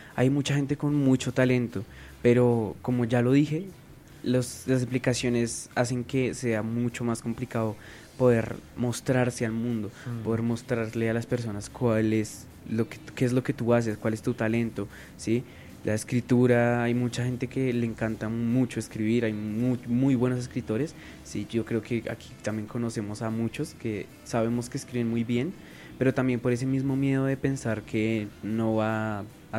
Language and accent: Spanish; Colombia; somos los colombianos